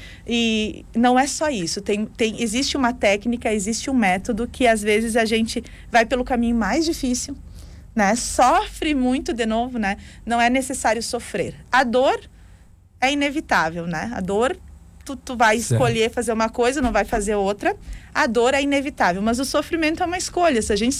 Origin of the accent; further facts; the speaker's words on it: Rio Grande do Sul, Brazil; eu venho do Vale do Taquari